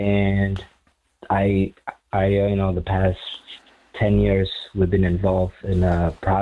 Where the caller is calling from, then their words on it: Orlando, Florida, United States; Calling from Orlando.